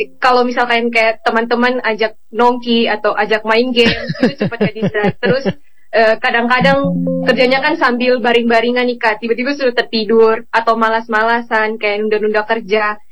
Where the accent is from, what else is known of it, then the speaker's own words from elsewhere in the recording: East Nusa Tenggara, Indonesia; kan banyak orang yang berpikir kalau misalkan kita orang NTT dibandingkan dengan orang-orang di luar NTT